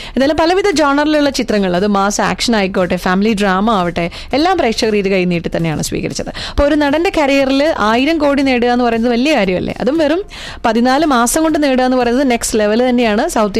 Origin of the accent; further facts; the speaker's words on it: Kerala, India; മലയാളി എന്ന നിലയിലും സിനിമകളെ സ്നേഹിക്കുന്ന ഒരാൾ എന്ന നിലയിലും മോഹൻലാലിൻ്റെ ഈ ഒരു നേട്ടം നമുക്ക് വരുന്ന സന്തോഷം ചെറുതല്ല.